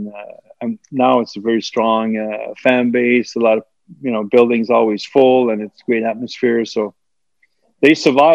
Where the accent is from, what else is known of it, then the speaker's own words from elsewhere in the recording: Montreal, Quebec, Canada; Yeah, well, like I said, I was a kid from Montreal, and when I got there in 93